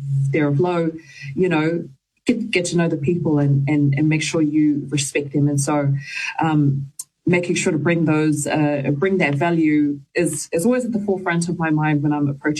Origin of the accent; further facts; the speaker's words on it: New Zealand; now in Australia; I think growing up in New Zealand, myself and Johnson Raela, we were so used to wearing Pacific attire on TV.